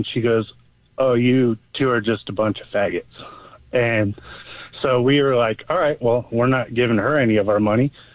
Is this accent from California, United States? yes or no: yes; Big Bear, California, United States; I grew up in Big Bear.